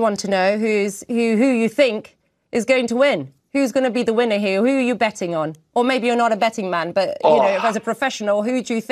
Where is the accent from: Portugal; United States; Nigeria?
Portugal; Again, it's Portugal, my home country, against Colombia, my husband's home country, and that's going to be quite a match.